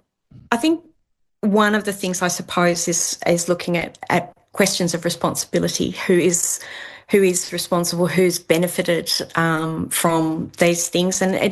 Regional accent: Tasmania, Australia; I was raised in Tasmania, and we were taught the dominant narrative

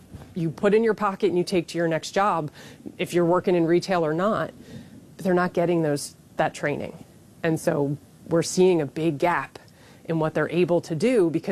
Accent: East Coast, United States; I'm from the East Coast, so they shovel snow, like things like that.

